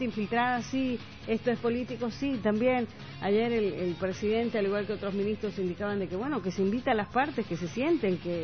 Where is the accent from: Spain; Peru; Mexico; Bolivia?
Bolivia; A nosotros, un pueblo boliviano que es tranquilo, que por historia siempre ha sido un pueblo que se supera